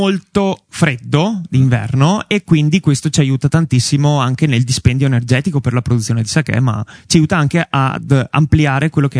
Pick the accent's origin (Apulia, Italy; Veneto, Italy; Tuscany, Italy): Veneto, Italy; Feltre; Io sono di Feltre